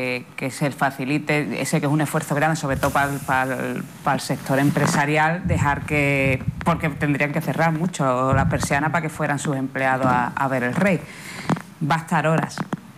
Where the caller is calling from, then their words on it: Ceuta, Spain; somos España y somos españoles